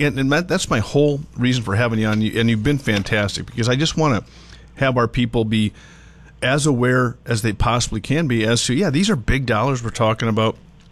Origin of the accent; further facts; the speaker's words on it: North Dakota, United States; also born or lived in Oaks, North Dakota / Fort Ransom, North Dakota; I grew up in Dickey and Lemoore, North Dakota. I lived in Oaks. I lived in Fort Ransom.